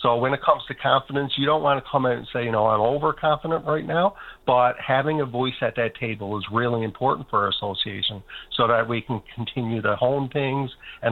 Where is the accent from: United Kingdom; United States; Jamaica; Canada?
Canada; you can't almost say Tumblr Ridge without getting emotional as a teacher or as a Canadian citizen.